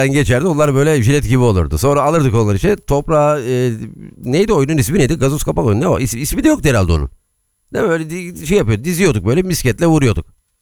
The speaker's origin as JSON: {"language": "Turkish", "region": "Istanbul", "country": "Turkey", "tie": "born or raised there", "said": "Şimdi ben Aksaray Yeni Kapı'da doğup büyüdüm. Tren istasyonu bize çok yakındı."}